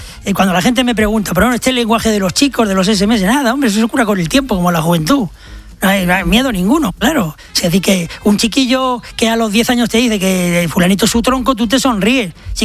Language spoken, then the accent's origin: Spanish; Lorca, Region of Murcia, Spain; Cuando vengo de Lorca, muchas veces digo me se.